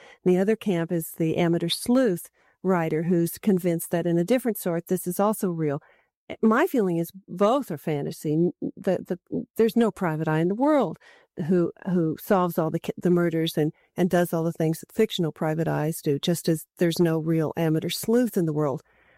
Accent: Kansas City, Missouri, United States; And although I was raised in Kansas City, I didn't even know an area existed called the Flint Hills of Kansas.

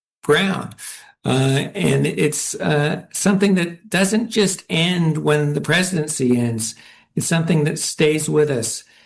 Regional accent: Los Angeles, California, United States; I'm from Los Angeles, and I was in Los Angeles last fall at UCLA.

